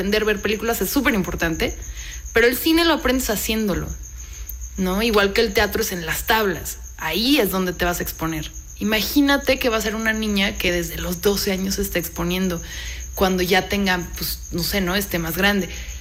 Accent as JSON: {"language": "Spanish", "country": "Mexico", "said": "Bueno, yo soy mexicana, orgullosísima de serlo, pero tengo origen, entre otros, también francés, italiano."}